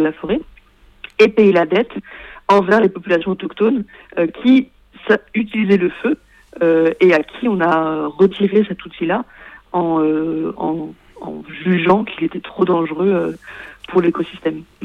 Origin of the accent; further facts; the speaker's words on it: France; chez nous en France